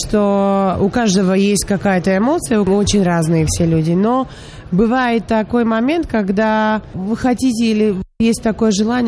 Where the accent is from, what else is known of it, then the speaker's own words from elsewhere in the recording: Armenia; Russian is a second language; now in Bratislava, Slovakia; Я как армянка, которая живу долгие годы уже в Братиславе, в Словакии